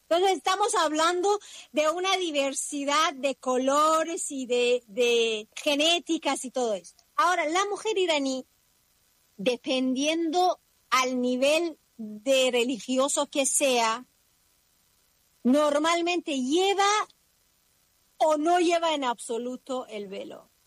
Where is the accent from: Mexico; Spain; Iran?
Iran